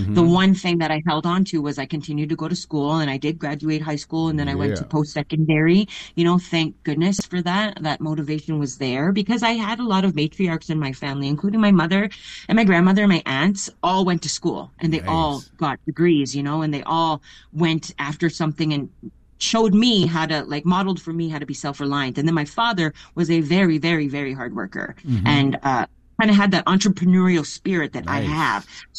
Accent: Big Stone Cree Nation, Alberta, Canada; Treaty 8, Utsinia, Big Stone Cree Nation, Utsinia. I'm originally from Big Stone Cree Nation in northern Alberta.

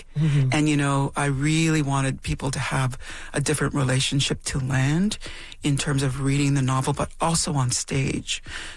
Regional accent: Temagami, Ontario, Canada; When I grew up in Tomogamy, in Northern Ontario, but I think this is true for all across Canada, really, at the time

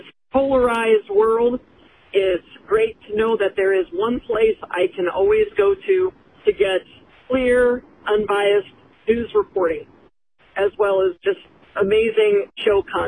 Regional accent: DeWitt, Nebraska, United States; Hi, this is … from DeWitt, Nebraska. We I'm a lifelong Nebraskan farmer.

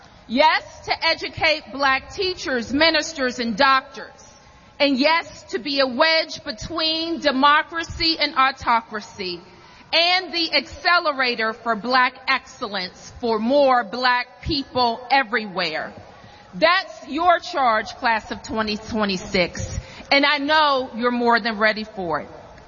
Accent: Washington, District of Columbia, United States; work in D.C. government through our Pathways to Public Service program. I ran for office six times in my hometown.

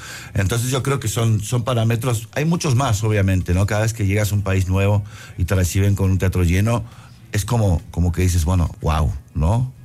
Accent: Buenos Aires, Argentina; now in Mexico City, Mexico; Yo soy de Buenos Aires.

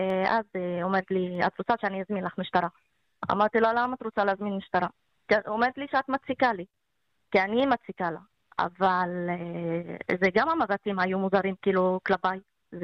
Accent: Tayibe, Central District, Israel; first language Arabic; Hebrew is a second language; من مدينه الطيب المثلث سايبات 36

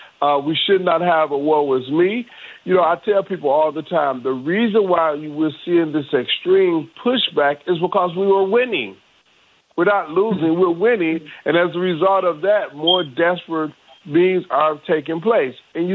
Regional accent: Detroit, Michigan, United States; But quite frankly, I grew up in Detroit, you know, Metro Detroit.

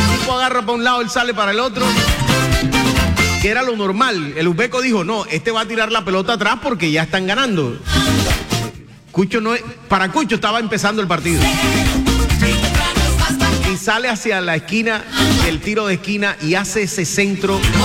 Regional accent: Colombia; si no sufrimos, no somos colombianos.

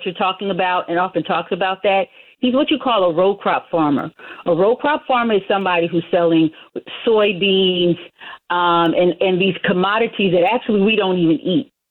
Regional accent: Los Angeles, California, United States; also born or lived in Louisiana; I'm from Los Angeles. So in the summer times, I used to go to my grandmother's house

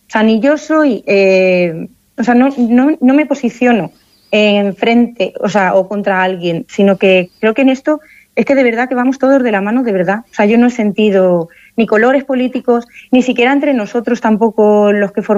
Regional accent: Castile and León, Spain; yo soy de Castilla y León y tú eres de Castilla-La Mancha.

